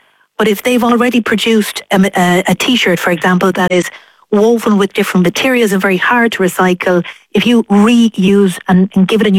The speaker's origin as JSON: {"language": "English", "country": "Ireland", "tie": "born or raised there", "said": "when I was growing up in Ireland"}